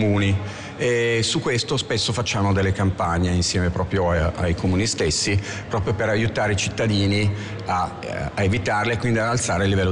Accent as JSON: {"language": "Italian", "town": "Milan", "region": "Lombardy", "country": "Italy", "said": "io vengo da Milano"}